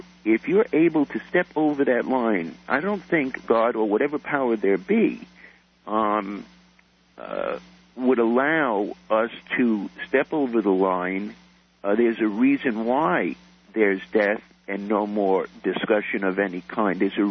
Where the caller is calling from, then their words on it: Canada; I'm calling from Canada, and I'm impressed with your scientific rigor.